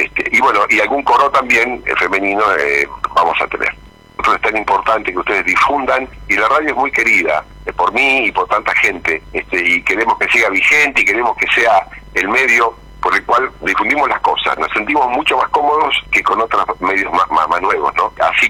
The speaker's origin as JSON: {"language": "Spanish", "town": "Mercedes", "region": "Buenos Aires Province", "country": "Argentina", "tie": "born or raised there", "moved": "as an adult", "lives_now": "Buenos Aires, Argentina", "said": "de Mercedes. Está bien, soy de Mercedes, de la provincia de Buenos Aires."}